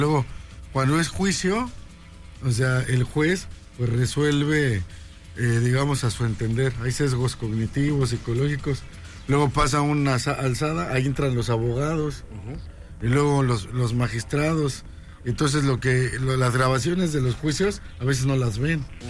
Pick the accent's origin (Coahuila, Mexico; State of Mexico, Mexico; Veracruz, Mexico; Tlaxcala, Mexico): Tlaxcala, Mexico; Yo en mi pueblo vengo de Tlaxcala